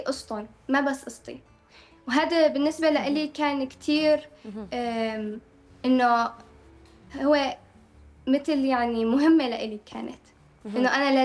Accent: Syria; كسوريين عنا كثير اشياء مهمه، يعني سوريا حلب عندها يعني تاريخ كثير قديم

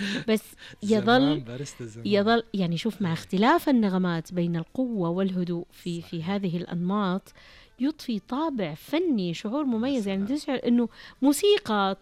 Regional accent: Mecca, Makkah Province, Saudi Arabia; born there; moved away; مكة مسقط رأسي.

